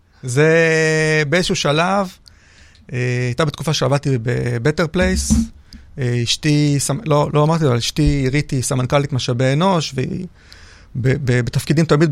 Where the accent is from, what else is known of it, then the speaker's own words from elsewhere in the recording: Jerusalem, Jerusalem District, Israel; born there; moved away; also born or lived in Petah Tikva; ילד ירושלמי, כן. אז התחלתי מפתח תקווה, אז כן. אבל נולדתי בירושלים